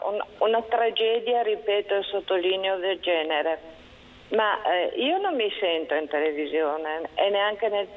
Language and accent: Italian; Genoa, Liguria, Italy; io sono nata a Genova, sono genovese al 100%